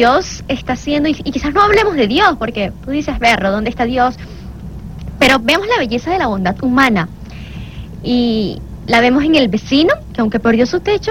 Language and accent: Spanish; Venezuela; que como venezolanos hemos atravesado